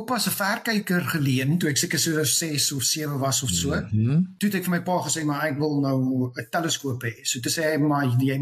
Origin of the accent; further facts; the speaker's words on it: Brackenfell, Western Cape, South Africa; ek is maar in noordelike voorstede Kaapstad kind. Ek is gebore in Huisnaam, maar my maale het getrek Brackenfell toe ek omtrent so 2 jaar oud is. En ek het my hele lewe lank in Brackenfell spandeer. Skool gegaan, Brackenfell Laerskool, Brackenfell Hoërskool.